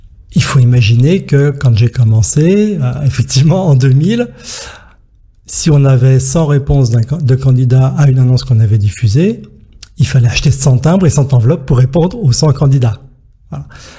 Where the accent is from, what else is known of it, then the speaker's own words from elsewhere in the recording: Marseille, Provence-Alpes-Côte d'Azur, France; moi je suis Marseillais, je reste à Marseille.